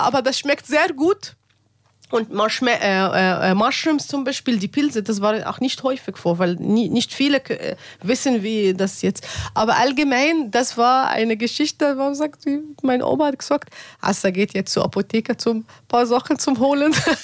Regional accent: Alexandria, Alexandria Governorate, Egypt; German is a second language; moved away; ich komme ursprünglich aus Alexandria

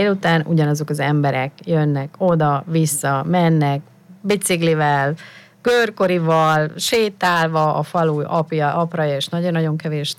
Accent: Miskolc, Borsod-Abaúj-Zemplén, Hungary; Tehát én Miskolcról származom, ugye Észak-Kelet-Magyarország, nagyon pici hely

